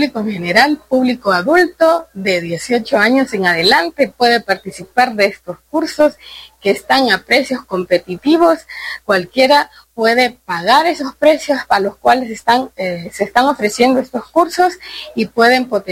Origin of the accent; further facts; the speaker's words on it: Honduras; es una buena oportunidad que tenemos como hondureños de aprender una segunda lengua